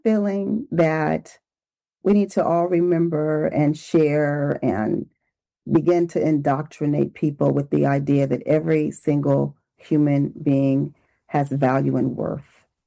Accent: Oakland, California, United States; as a 54-year-old woman who, you know, was born and raised in Oakland, graduated from Oakland High School, has worked in Oakland and other school systems in the Bay Area

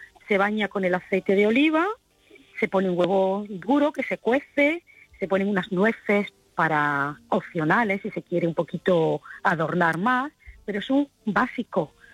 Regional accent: Granada, Andalusia, Spain; Bueno, yo soy de Granada

